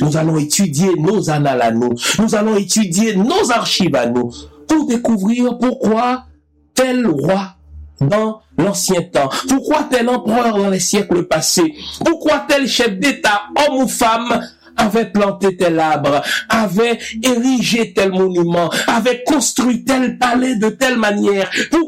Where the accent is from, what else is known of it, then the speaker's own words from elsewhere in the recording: Haiti; Je suis haïtien, je suis un vaudouologue, j'ai étudié le vaudou.